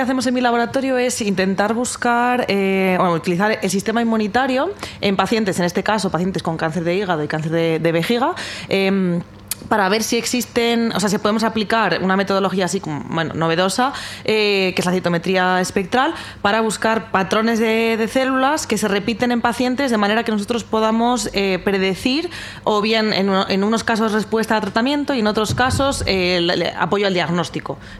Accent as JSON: {"language": "Spanish", "town": "Valladolid", "region": "Castile and León", "country": "Spain", "said": "poder quedarme aquí en Valladolid, que es de donde soy"}